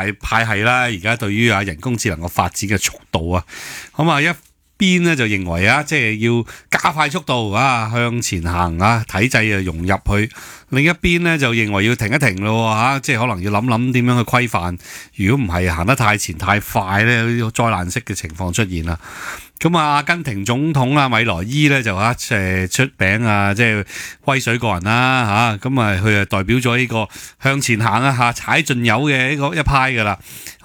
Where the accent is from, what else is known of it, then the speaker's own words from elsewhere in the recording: Hong Kong; 我香港人聽到好驚嚇